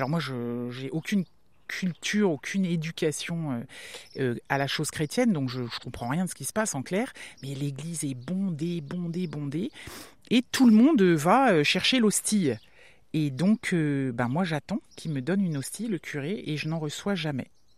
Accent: Brittany, France; Or, moi, vraiment, je suis une fille des terres. Je suis une bretonne et je ne fais pas de bateau, quoi.

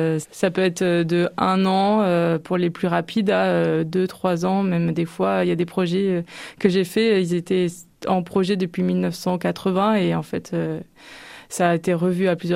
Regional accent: Normandy, France; also born or lived in Lyon / Tours; Je viens de la Manche, de la Hague même, et j'ai dû partir comme beaucoup de jeunes de mes études, pour les études de la Manche.

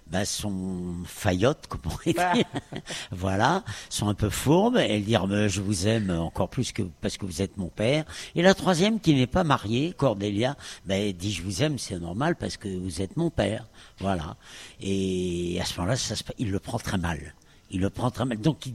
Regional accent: Paris, Île-de-France, France; De Paris. Moi, je suis parisien au départ. Mais il en faut des vrais parisiens.

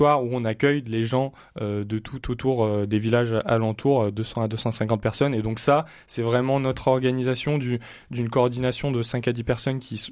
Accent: Auvergne-Rhône-Alpes, France; now in Lyon, France; Donc moi, je suis originaire de la Loire, de la plaine du Forêt. Et aujourd'hui, j'habite sur Lyon

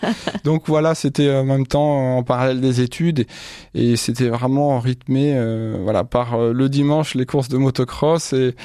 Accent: Chavagnes-les-Redoux, Pays de la Loire, France

